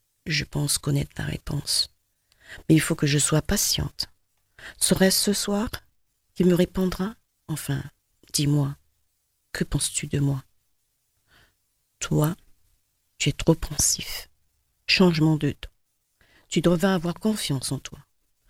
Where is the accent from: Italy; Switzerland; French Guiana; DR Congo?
French Guiana; Un petit peu tout, puis beaucoup de zouk, puisque je suis guyanaise.